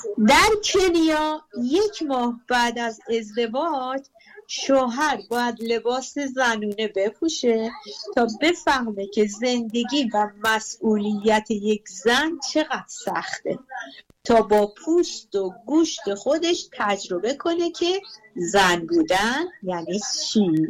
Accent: Mashhad, Razavi Khorasan, Iran; بله، من مشهدیم.

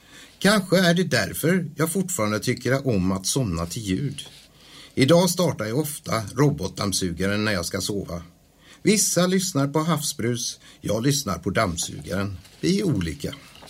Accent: Varberg, Halland County, Sweden; also born or lived in Hisingen, Gothenburg; now in Falköping, Sweden; Som ni hör så kommer jag inte från Falköping. Jag föddes på Hisingen men växte upp i Daxås i Varbergs kommun. Jag hade en bokskog och en damm som lekplats.

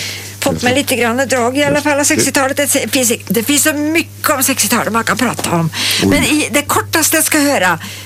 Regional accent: Norway; moved away; jag är norsk.

